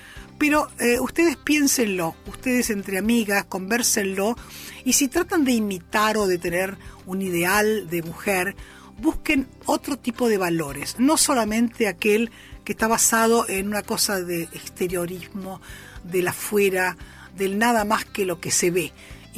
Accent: Argentina; lo que somos los argentinos.

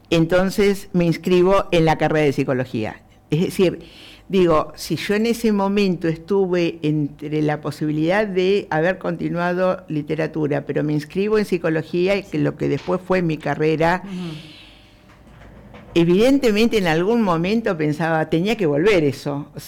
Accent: La Plata, Buenos Aires Province, Argentina; yo soy de Los Hornos

